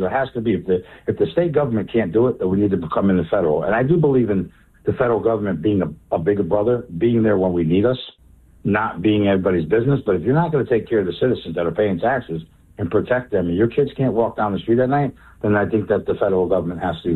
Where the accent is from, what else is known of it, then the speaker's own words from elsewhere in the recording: Bridgeport, Connecticut, United States; born there; now in Milford, United States; I was born in Bridgeport, Connecticut. I live in Milford, Connecticut now.